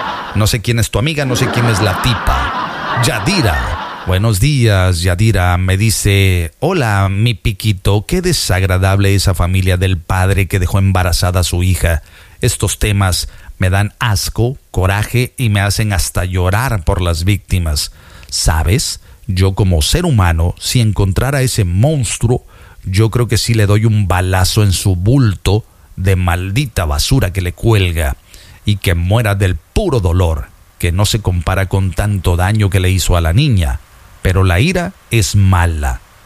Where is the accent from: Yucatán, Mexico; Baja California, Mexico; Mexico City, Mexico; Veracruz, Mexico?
Veracruz, Mexico; Soy jarocho hasta mi hueso izquierdo. Hasta mi hueso izquierdo es jarocho también.